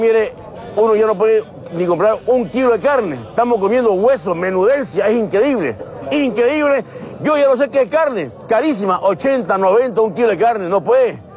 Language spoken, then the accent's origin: Spanish; Santa Cruz, Bolivia; Bueno, yo soy de Santa Cruz, represento a todo el norte integrado.